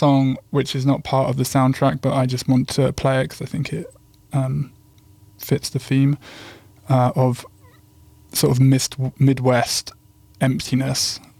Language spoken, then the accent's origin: English; South East England, United Kingdom; I grew up in just outside of Brighton.